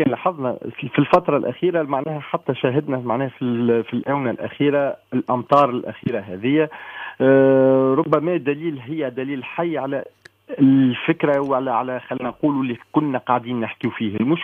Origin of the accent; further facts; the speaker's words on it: Tunisia; احنا كدولة تونسية